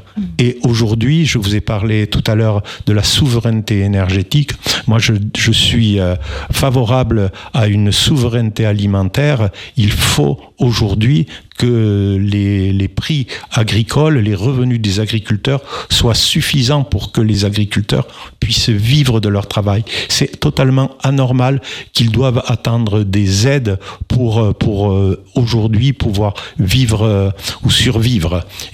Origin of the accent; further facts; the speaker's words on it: Mirepoix, Occitanie, France; Vous savez, je suis de Mirepoix, oui.